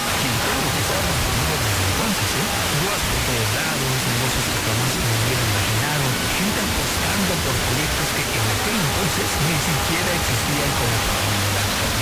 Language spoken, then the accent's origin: Spanish; Mexico; Somos visionarios de nacimiento. Así somos los mexicanos.